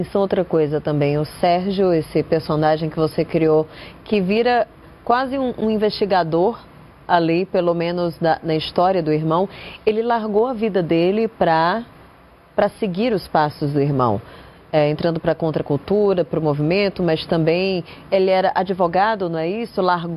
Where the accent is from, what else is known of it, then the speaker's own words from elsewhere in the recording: Ceará, Brazil; eu também sou nordestina, sou do Ceará